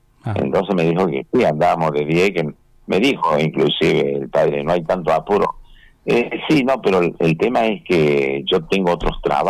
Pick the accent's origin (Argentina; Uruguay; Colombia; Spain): Argentina; Al margen de que cada uno ya nace en distintas provincias, somos todos argentinos.